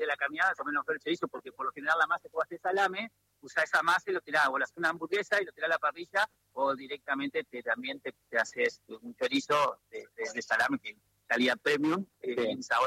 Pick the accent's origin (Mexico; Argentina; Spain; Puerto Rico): Argentina; Viale, Entre Ríos; born there; now in Paraná, Argentina; yo tenía acá a 50 kilómetros, donde nací en Viale